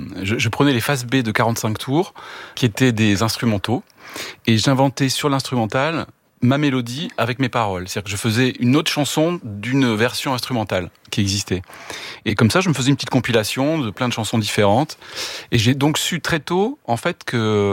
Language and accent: French; Bordeaux, Nouvelle-Aquitaine, France; moved away as an adult; je venais d'une famille de Bordeaux où il y avait personne dans la musique.